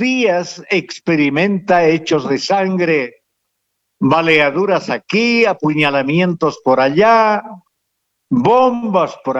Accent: O'Connor Province, Tarija, Bolivia; moved away; ese mi lindo y querido pago de la provincia O'Connor, que nunca olvido. Que nunca olvido porque mi niñez fue bella en esa mi tierra.

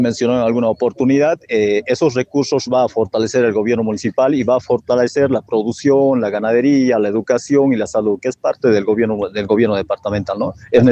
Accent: Yunchará, Tarija, Bolivia; prácticamente me crié toda mi vida en Yunchará, estudié ahí y me crié

